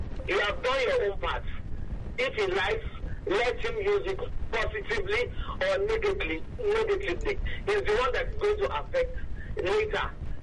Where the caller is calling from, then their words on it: Ibeju-Lekki, Lagos, Nigeria; I'm calling from Ibejulekki.